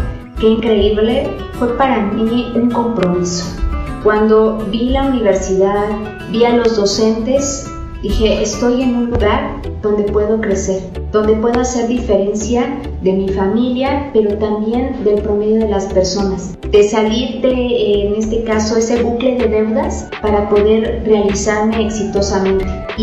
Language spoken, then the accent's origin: Spanish; Pachuca, Hidalgo, Mexico; born there; Nací en Pachuca, Hidalgo, hace algunos ayeres